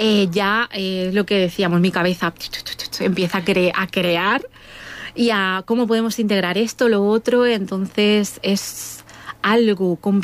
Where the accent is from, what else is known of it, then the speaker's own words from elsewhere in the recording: Villena, Valencian Community, Spain; Sí, soy de Villena.